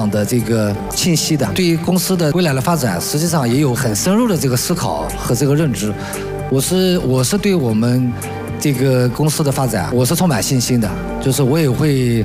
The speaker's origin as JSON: {"language": "Chinese", "area": "Jin County", "region": "Anhui", "country": "China", "tie": "born or raised there", "said": "因为我老家是金县的"}